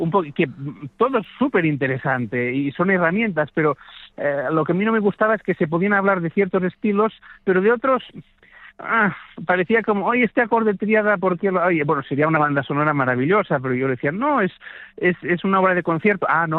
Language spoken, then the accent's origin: Spanish; Catalonia, Spain; also born or lived in New York; yo nunca quiero renunciar a mis raíces. Y me siento pues muy feliz de estar en mi país y de en fin, de tener una carrera en Cataluña y en España, ¿no?